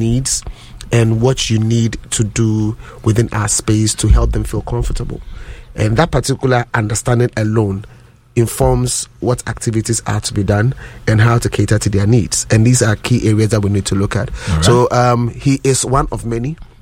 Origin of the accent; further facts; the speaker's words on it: Ghana; we are from Ghana